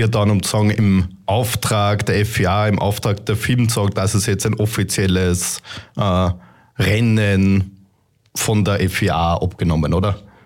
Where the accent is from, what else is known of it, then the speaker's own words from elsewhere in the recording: Upper Austria, Austria; als Oberösterreicher